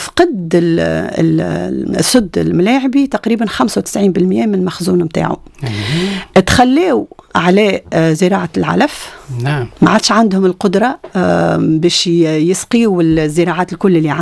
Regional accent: Tunisia; احنا توا في تونس

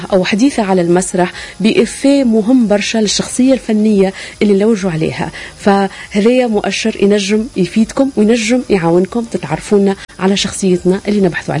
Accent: Tunisia; عندنا في تونس

